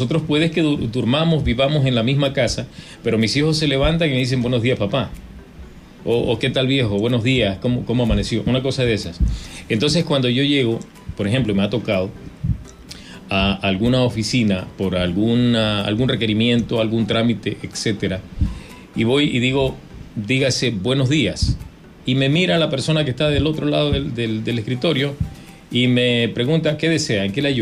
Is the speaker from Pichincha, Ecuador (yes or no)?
no; Manabí, Ecuador; born there; nacimos en Manabí, somos manabitas